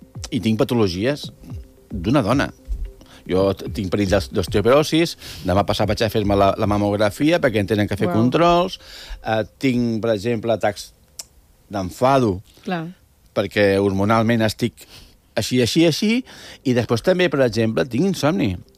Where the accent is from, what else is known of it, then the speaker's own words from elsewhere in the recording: Catalonia, Spain; I jo, perfecte, m'he dit, igual, jo soc catalana.